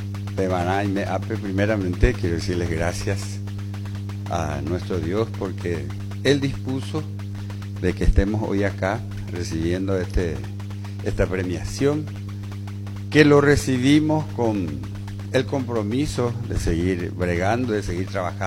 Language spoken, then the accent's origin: Spanish; Paraguay; en pos de la música que nos identifica tan bien como paraguayos.